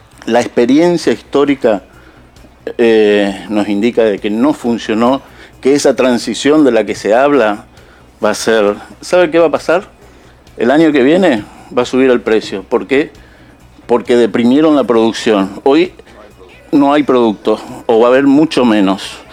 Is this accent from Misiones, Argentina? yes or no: yes; Jardín América, Misiones, Argentina; yo soy de Jardín América, Misiones